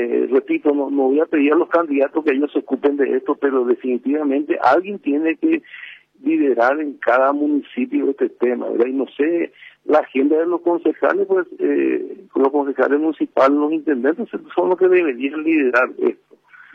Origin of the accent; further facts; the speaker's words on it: Paraguay; nosotros que somos, los paraguayos somos muy folclóricos